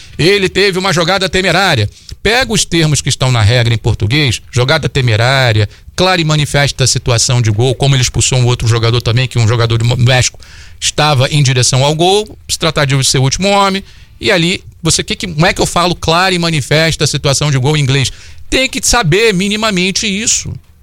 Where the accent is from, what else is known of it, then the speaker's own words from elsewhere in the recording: Brazil; now in United States; nós somos brasileiros